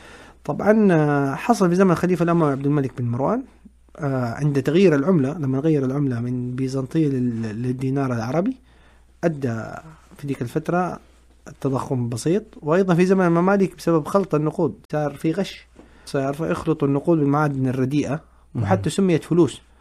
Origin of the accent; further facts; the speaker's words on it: Saudi Arabia; يعني على سبيل المثال الحج عندنا في السعودية